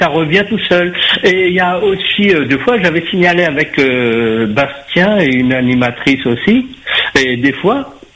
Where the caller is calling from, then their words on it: France; Je vous appelle de Métropole